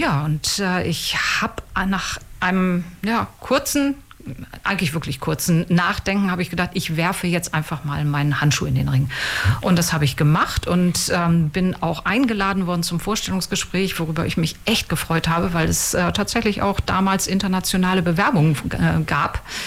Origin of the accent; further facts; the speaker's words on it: Bremen, Germany; moved away as an adult; also born or lived in Soest, Germany / Münster, Germany; now in Ulm, Germany; Ulmerin, beziehungsweise rundum Ulmerin. Gebürtig komme ich aus Westfalen. In Soest, in der wunderschönen Hansestadt Soest, bin ich geboren worden, aber aufgewachsen in Bremen. Ich habe dann für mein Studium wieder ins Westfälische gewechselt, habe in Münster studiert